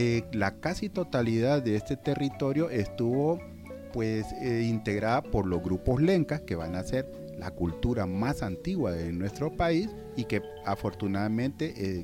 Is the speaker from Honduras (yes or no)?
yes; Honduras